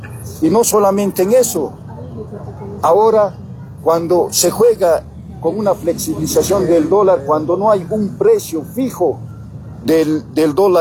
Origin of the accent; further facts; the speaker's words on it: Bolivia; nosotros como bolivianos